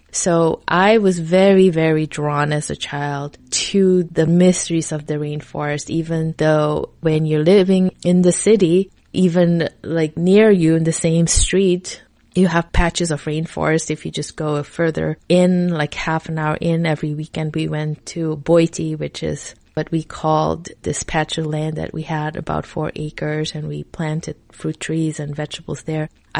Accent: Suriname; I'm from Suriname. It's a country right above Brazil that not many people have heard of.

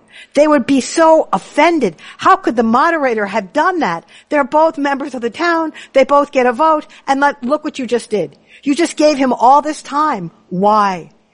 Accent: New Hampshire, United States; And he did it this way because he knew I was from New Hampshire.

